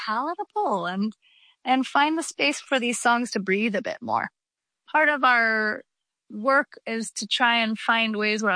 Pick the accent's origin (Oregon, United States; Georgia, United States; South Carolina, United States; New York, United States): Georgia, United States; Atlanta; We were born, … and I were born and raised in Atlanta, Georgia. We were children of the urban inner city public school system